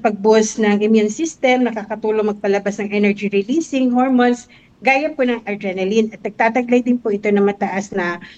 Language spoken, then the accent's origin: Tagalog; Central Luzon, Philippines; Yes po, taga-Bulacan po ako